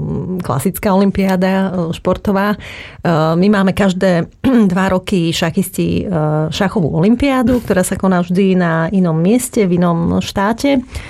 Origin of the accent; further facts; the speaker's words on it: Košice, Košice Region, Slovakia; ja pochádzam z Košic